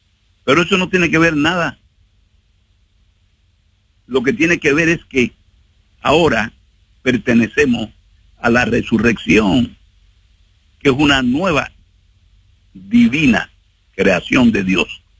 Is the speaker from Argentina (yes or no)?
no; Cuba; born there; yo nací en Cuba